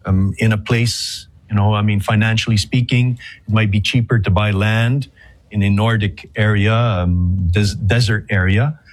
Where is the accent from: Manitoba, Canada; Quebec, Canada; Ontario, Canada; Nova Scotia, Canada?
Quebec, Canada; Chicoutimi; I am. I'm French Canadian. I'm actually from a place called Saguenay, Lake St. John, a city called Chicoutimi, north of Quebec City. And very, very Catholic origins